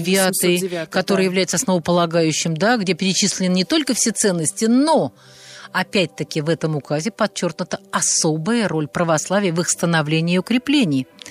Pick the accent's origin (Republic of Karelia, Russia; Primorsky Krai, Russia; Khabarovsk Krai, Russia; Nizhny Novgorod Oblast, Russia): Nizhny Novgorod Oblast, Russia